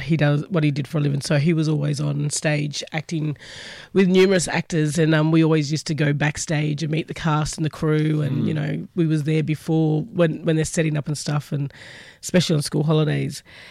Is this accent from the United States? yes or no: no; Moruya, New South Wales, Australia; born there; So I was born on Walbunja country on the far south coast in a town called Maruya